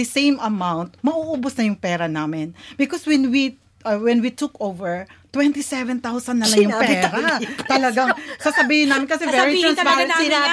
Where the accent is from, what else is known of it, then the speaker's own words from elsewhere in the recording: Mindanao, Philippines; moved away; I'm from Mindanao